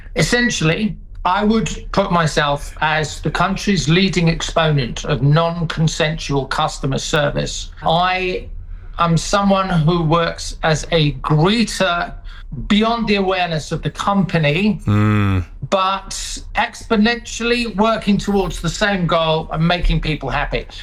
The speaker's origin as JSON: {"language": "English", "country": "United Kingdom", "said": "Well, as British people, I don't think we deal with compliments wonderfully anyway."}